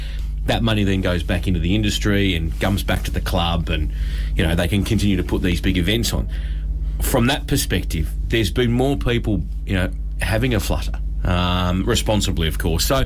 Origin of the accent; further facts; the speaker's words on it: Brisbane, Queensland, Australia; moved away; I grew up in Brisbane